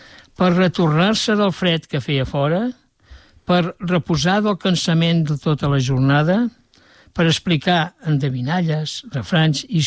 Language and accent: Catalan; Bonastre, Catalonia, Spain; a Bonastre, al meu poble